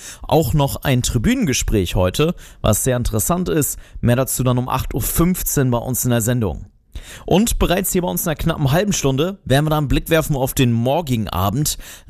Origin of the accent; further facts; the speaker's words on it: Oldenburg, Lower Saxony, Germany; ich als Oldenburger